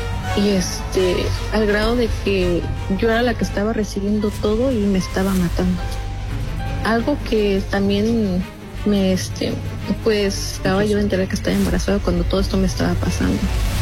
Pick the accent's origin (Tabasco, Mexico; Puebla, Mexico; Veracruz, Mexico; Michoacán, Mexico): Veracruz, Mexico; Papantla; soy de Veracruz.